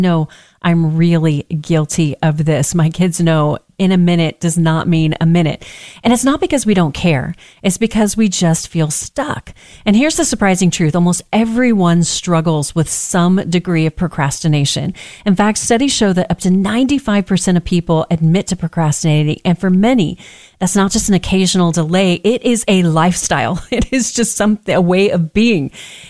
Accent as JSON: {"language": "English", "region": "Texas", "country": "United States", "said": "and I'm from Texas, so you know that comes from with a certain mindset and attitude."}